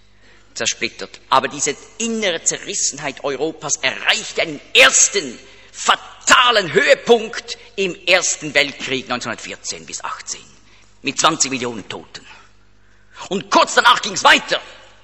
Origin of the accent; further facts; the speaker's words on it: Zurich, Switzerland; Er ist ja auch in der Schweiz, da ganz nahe. Da, wo ich aufgewachsen bin, ist er da über die Limmat, da steht noch ein Gedenkstein.